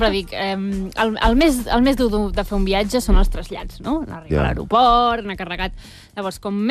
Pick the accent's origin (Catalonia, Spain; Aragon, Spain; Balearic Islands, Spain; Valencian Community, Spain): Catalonia, Spain; Cardedeu; Jo de Cardedeu.